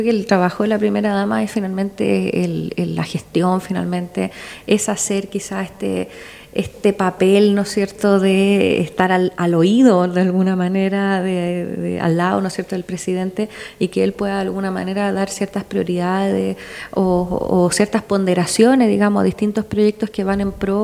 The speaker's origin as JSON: {"language": "Spanish", "town": "Quillota", "region": "Valparaíso", "country": "Chile", "said": "soy sobrina nieta de la Sor Teresita de los Andes, para que no se olvide de nosotros de Quillota"}